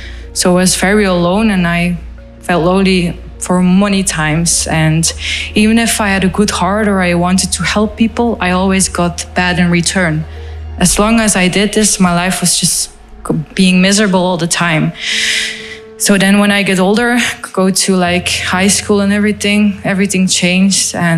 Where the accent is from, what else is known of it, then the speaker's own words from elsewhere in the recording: Flanders, Belgium; now in Ghent, Belgium; I'm 24 years old. I'm from Belgium, originally from Limburg, and I live in Ghent.